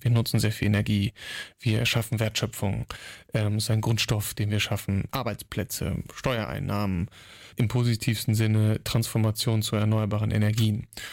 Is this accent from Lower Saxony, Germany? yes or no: yes; Lower Saxony, Germany; weil ich bin ja auch aus der Region. Ich bin wahrscheinlich einer, der am nächsten mit seiner Familie an diesem Park dran wohnt